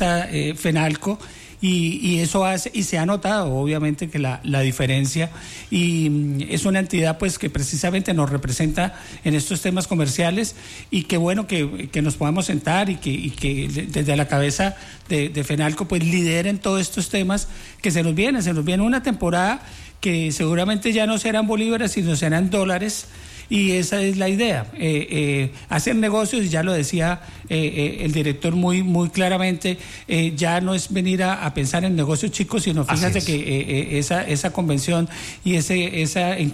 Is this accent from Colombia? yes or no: yes; Cúcuta, Norte de Santander, Colombia; 100% cucuteño, obviamente que sí. En esa época, no, yo digamos que nací en alguna clínica privada